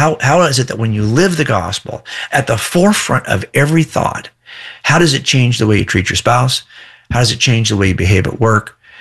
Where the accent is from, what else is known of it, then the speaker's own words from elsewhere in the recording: California, United States; I don't know, but I am a Californian.